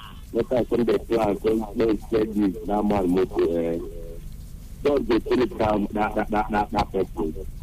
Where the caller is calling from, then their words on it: Nigeria; I'm calling from the district of Odewa.